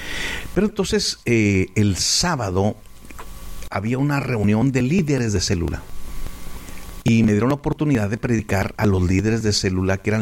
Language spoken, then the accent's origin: Spanish; Ciudad Juárez, Chihuahua, Mexico